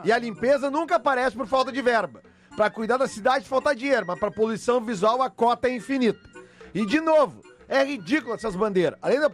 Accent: Palhoça, Santa Catarina, Brazil; Eu sou de Palhoça, aqui em Santa Catarina.

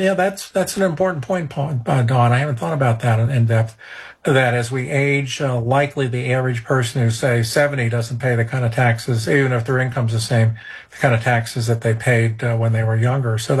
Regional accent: Ohio, United States; now in North Carolina, United States; When I grew up in Ohio

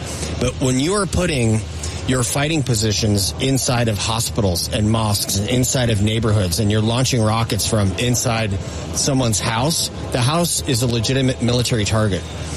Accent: Wisconsin, United States; I'm from Wisconsin

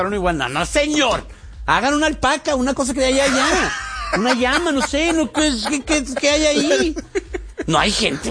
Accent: Mexico; Pero uno está educadísimo, o no, como mexicano, uno está educadísimo.

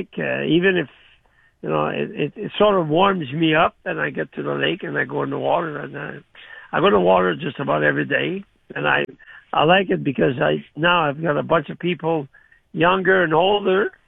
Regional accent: Canada; But we were 1 and 2 on the podium as Canadian.

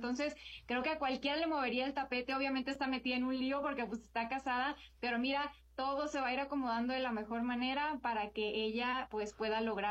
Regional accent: Ciudad Victoria, Tamaulipas, Mexico; moved away; De Tamaulipas, de Ciudad Victoria, Tamaulipas

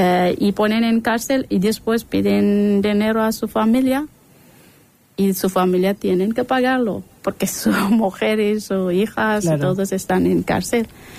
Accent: Afghanistan; Spanish is a second language; Es que Yo cuando estuve pequeña, y era pequeña, yo estudié en sótano, como alefbat. Pero yo intenta, cuando talibanes fueron a Afganistán, yo intenta para estudiar

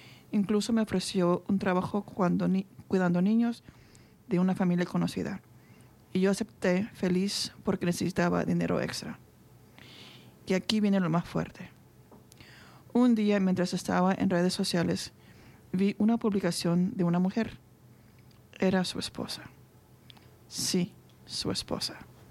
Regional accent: Bolivia; moved away as an adult; now in Australia; Yo soy boliviana y llegué a Australia buscando empezar de nuevo, estudiar inglés y armarme una vida tranquila.

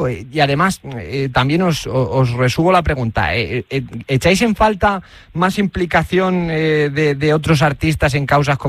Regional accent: Granada, Andalusia, Spain; porque yo soy de Granada

